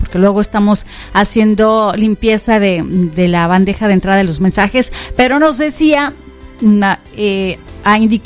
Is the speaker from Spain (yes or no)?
no; Mexico; nosotros los que somos orgullosamente mexicanos.